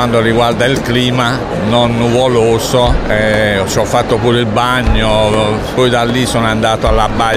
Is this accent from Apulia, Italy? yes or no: yes; Monopoli, Apulia, Italy; Io vengo da Monopoli, in Puglia.